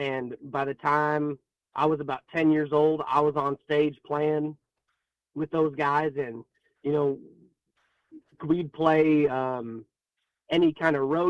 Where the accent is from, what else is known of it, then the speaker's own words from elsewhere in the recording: Sheridan, Wyoming, United States; Yeah, I'm from Sheridan, which is, you know, just over the mountains, over a few mountains from Afton.